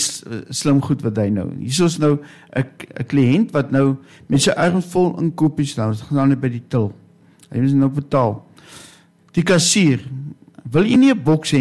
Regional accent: Northern Cape, South Africa; accent: Namaqualand Afrikaans; ek ken het dus met my Namakolandse taal

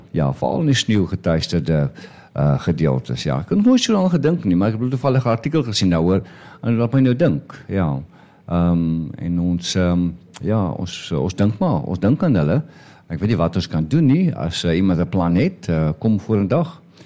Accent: Western Cape, South Africa; Ons as Kapenaars of Suid-Afrikaners

